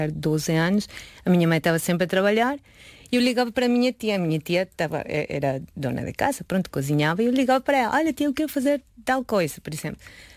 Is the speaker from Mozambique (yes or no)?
no; Yucatán, Mexico; Portuguese is a second language; moved away as an adult; also born or lived in Argentina; now in Portugal; no México, bem, eu sou de Yucatán, que é a província